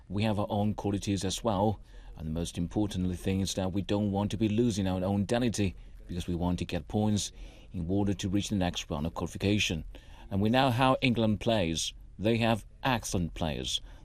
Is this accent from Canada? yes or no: no; Ghana; But of course, we come from Ghana. We have 33 million lions helping us fight for this game.